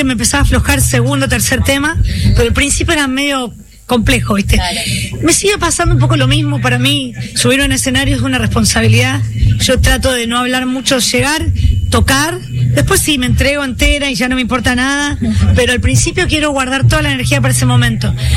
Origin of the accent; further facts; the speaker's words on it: Arequito, Santa Fe, Argentina; born there; Yo soy mamá además, y como Lázaro me quedé en mi tierra, yo vivo en mi pueblo